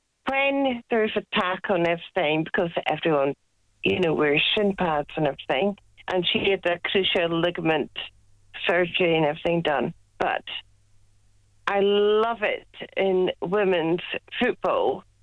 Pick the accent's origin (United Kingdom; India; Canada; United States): United Kingdom; Scotland; I know I'm Scottish